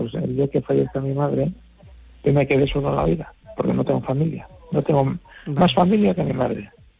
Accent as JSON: {"language": "Spanish", "town": "Torrelavega", "region": "Cantabria", "country": "Spain"}